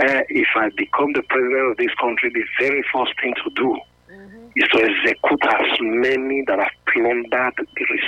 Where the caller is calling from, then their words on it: Benin City, Edo, Nigeria; Yes, I'm calling from Benin.